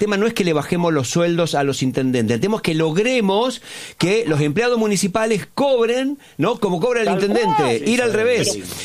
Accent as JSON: {"language": "Spanish", "region": "Santa Cruz", "country": "Argentina", "said": "nosotros en Santa Cruz, vengo de Santa Cruz, soy de Santa Cruz"}